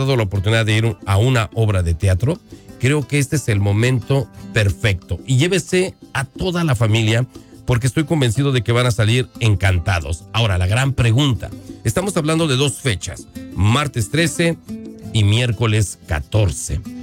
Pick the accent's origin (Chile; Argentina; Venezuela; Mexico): Mexico; a pesar de que nosotros somos mexicanos, la cultura se vive diferente dependiendo del área de México.